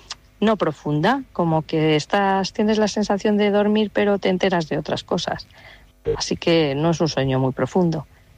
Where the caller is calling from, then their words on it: Valladolid, Castile and León, Spain; de la Rondilla.